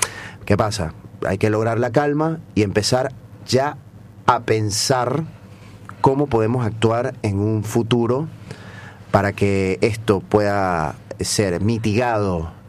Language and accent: Spanish; Barquisimeto, Lara, Venezuela; moved away; Yo soy de Barquisimeto, uh-huh. de la provincia de Lara.